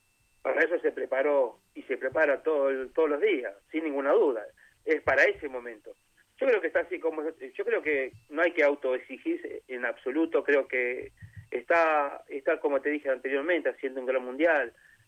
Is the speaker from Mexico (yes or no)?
no; Argentina; Como argentinos nunca estamos conformes.